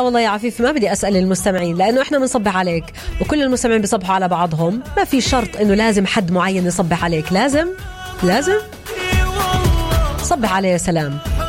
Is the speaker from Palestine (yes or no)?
yes; Palestine; عندنا في فلسطين